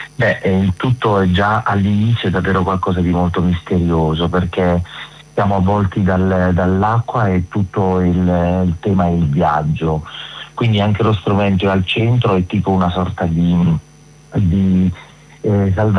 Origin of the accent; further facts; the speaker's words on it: Santo Stefano, Abruzzo, Italy; born there; sono nato a Santo Stefano